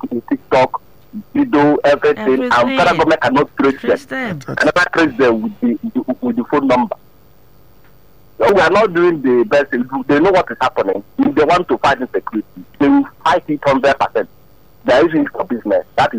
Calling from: Okoko, Nigeria; calling from Okoko.

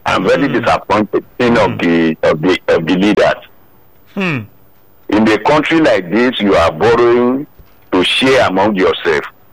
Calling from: Lagos, Nigeria; from AIT Road.

